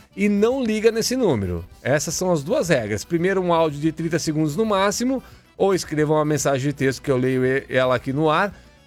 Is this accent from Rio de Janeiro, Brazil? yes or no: no; Pernambuco, Brazil; now in Sumaré, Brazil; sou motorista carreteiro. Toda noite escuto vocês, sou do Pernambuco, mas eu moro em Sumaré, conheço, interior de São Paulo.